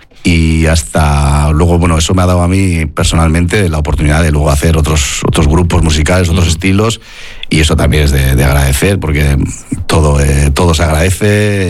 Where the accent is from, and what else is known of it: Oñati, Basque Country, Spain; born or raised there